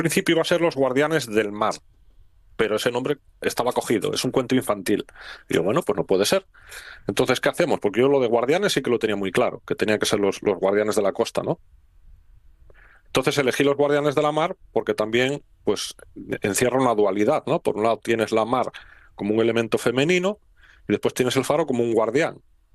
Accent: Asturias, Spain; Yo soy asturiano y quiero mucho a mi tierra y a mi patria, pero es mucho mejor Galicia.

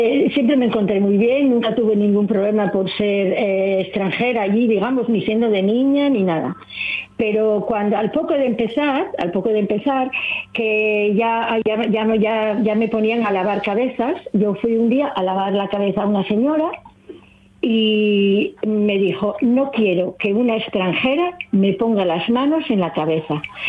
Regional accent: Pravia, Asturias, Spain; Nosotros, por ejemplo, yo soy de Pravia. Allí en Pravia, de Pravia, éramos solamente tres familias.

